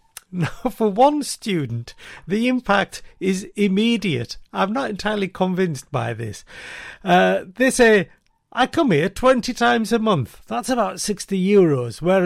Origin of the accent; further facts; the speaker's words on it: England, United Kingdom; I speak as an Englishman.